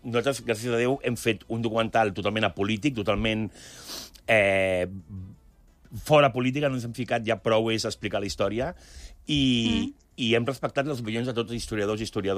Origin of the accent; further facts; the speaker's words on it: Catalonia, Spain; Home, jo soc català, llavors soc més del Jaume